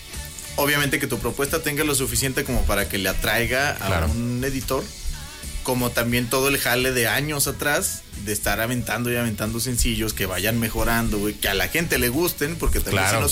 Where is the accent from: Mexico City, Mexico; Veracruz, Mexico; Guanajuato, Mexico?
Mexico City, Mexico; De la Ciudad de México.